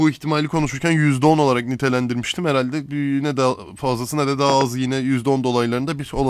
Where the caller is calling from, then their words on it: Sefaköy, Istanbul, Turkey; Günaydın Burak Bey. İyi sabahlar. Ben Sefaköy'den